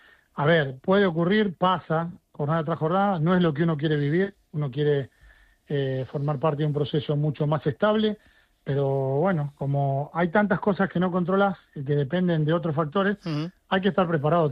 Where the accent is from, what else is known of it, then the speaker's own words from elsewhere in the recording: Argentina; Como argentino te hablo.